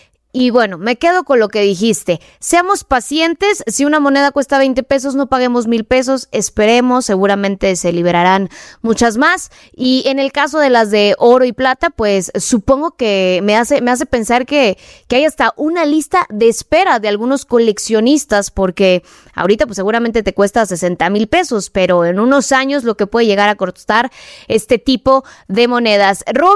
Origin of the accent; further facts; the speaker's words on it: Mexico; Recordarles también que es la tercera vez que nuestro país alberga el evento más grande a nivel global del deporte.